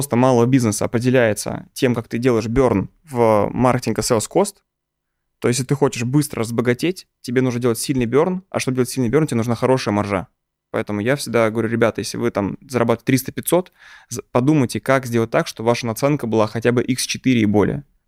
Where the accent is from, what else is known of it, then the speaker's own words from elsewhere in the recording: Moscow, Russia; Я же из Люблино парень, из Новокосино. Типа, я ходил в обычную общедательную школу